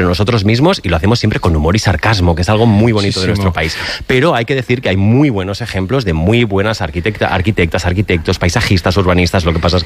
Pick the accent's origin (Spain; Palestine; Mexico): Spain; Catalonia; Porque yo soy catalán, entonces los catalanes nacimos a finales de los 90 nos metieron con calzador lo de que Antoni Gaudí era referente internacional